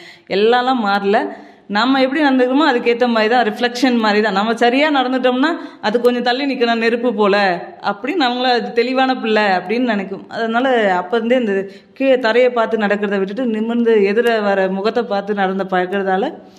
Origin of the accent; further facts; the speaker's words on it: Ayyangarkulam, Tamil Nadu, India; moved away as an adult; also born or lived in Kanchipuram; திரும்ப காஞ்சிபுரத்தில் 11வது சேர்ந்துட்டு ஒரு 3 மாதங்கள் படிச்சுட்டு திரும்ப நான் படித்த பக்கத்தில் ஐயங்கார்குளம்ன்ற ஒரு ஊரில் படித்தேன், அந்த ஊருக்கே திரும்ப வந்துட்டேன்.